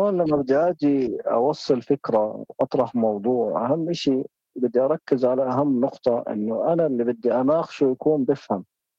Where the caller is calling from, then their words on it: Jordan; عندنا بالأردن